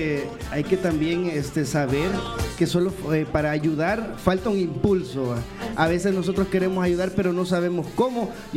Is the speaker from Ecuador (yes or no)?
no; El Salvador; nos tenemos que unir como pueblo salvadoreño